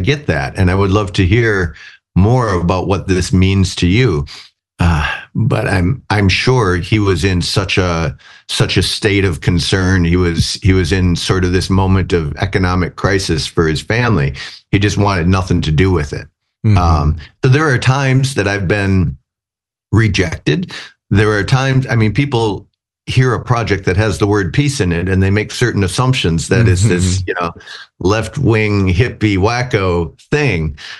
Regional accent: Minnesota, United States; I'm from Minnesota. He saw my license plate.

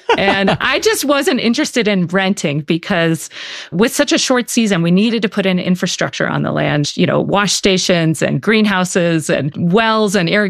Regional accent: East, United States; now in Durango, United States; he's from Minnesota and I'm from the East.

